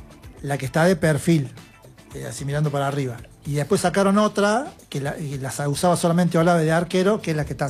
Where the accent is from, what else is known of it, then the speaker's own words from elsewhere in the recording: Río Segundo, Córdoba, Argentina; moved away; Tengo la de la filial de Río Segundo, de mi pueblo